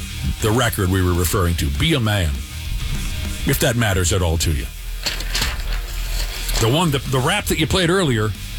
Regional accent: Wayzata, Minnesota, United States; In my hometown of Wayzata, the finest community in the land

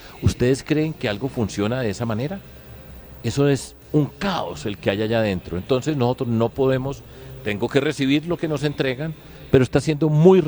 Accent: Medellín, Antioquia, Colombia; todos los que somos de Medellín sabemos lo que significaban esos señores.

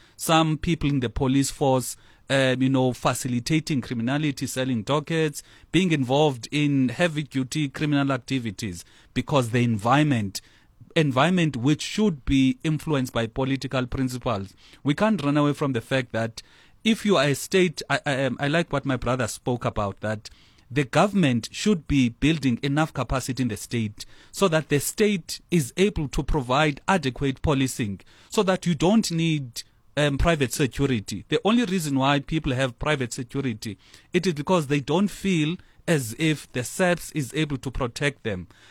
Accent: South Africa; as South Africans

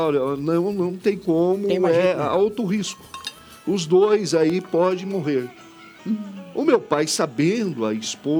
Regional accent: Bragança Paulista, São Paulo, Brazil; eu sou do interior de São Paulo, sou de Bragança Paulista, oriundo de Bragança Paulista. Eu cresci ali nas áreas rurícolas de Bragança, em chácaras, fazendas, olaria também.

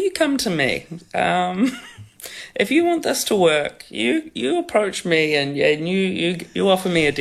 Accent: New Zealand; There is an element of like swindling that I lack, maybe through my nature of being a New Zealander or something

